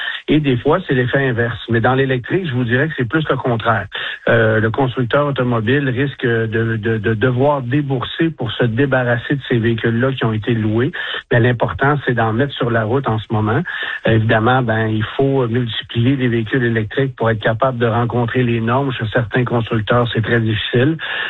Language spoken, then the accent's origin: French; Canada; ce sont les catégories de véhicules les plus populaires chez nous au Canada.